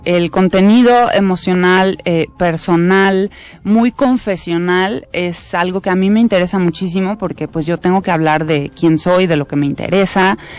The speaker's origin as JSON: {"language": "Spanish", "town": "Guadalajara", "region": "Jalisco", "country": "Mexico", "also_born_or_lived": "Mexico City", "moved": "yes", "said": "a pesar de que yo soy de Guadalajara, el sitio donde empecé a componer fue aquí en la Ciudad de México"}